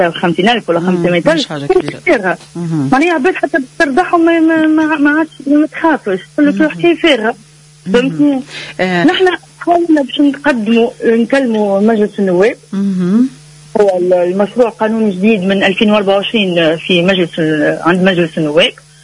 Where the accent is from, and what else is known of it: Tunisia